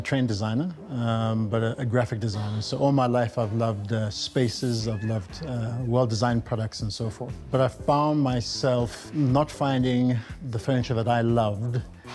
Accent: South Africa; I'm South African

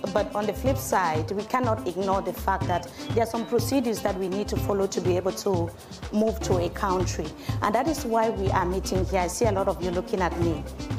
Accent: Ghana; even some of us Ghanaians. See, I'm already a Ghanaian.

